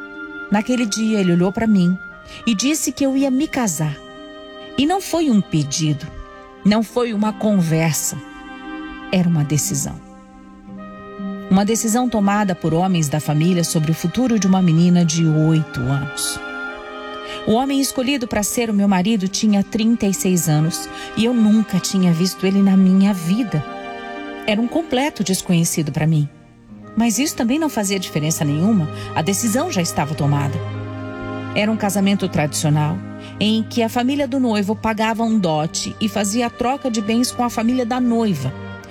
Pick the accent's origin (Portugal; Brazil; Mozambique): Mozambique; born there; Eu nasci em Moçambique, um país muito diferente do Brasil em muitos aspectos